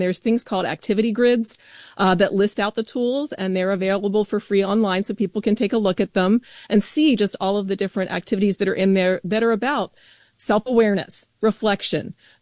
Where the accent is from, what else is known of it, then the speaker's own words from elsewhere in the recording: Maryland, United States; I'm from Maryland, grew up in a public school system